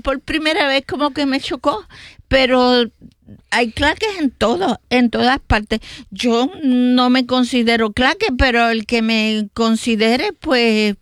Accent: Loíza, Puerto Rico; Así que quiero felicitar a mi pueblo por el respaldo que nos dieron. Llevaron agua embotellada para esta gente. Mis loiseños se portaron 100.

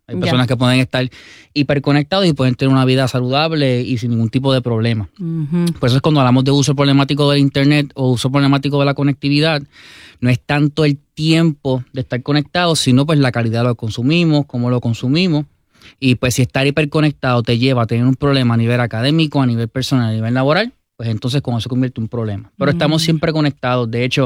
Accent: Cidra, Puerto Rico; De Sidra, Puerto Rico.

